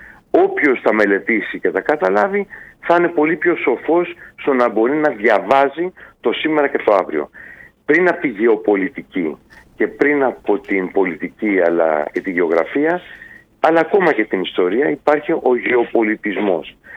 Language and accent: Greek; Athens, Attica, Greece; now in Corfu, Greece; στην Αθήνα, στα βόρεια προάστια της Αθήνας, στο Β1 όπως λέμε, εκεί που γεννήθηκα και μεγάλωσα. Και βέβαια δεν ξεχνάμε την Κέρκυρα, αυτή τη στιγμή είμαι στην Κέρκυρα, έχω την οικογένειά μου εδώ